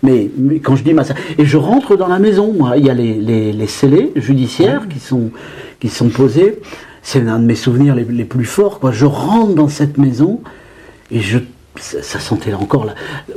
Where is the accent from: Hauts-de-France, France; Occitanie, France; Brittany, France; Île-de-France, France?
Hauts-de-France, France; moved away as an adult; je déboule de mon école et de mon enfance dans le Pas-de-Calais.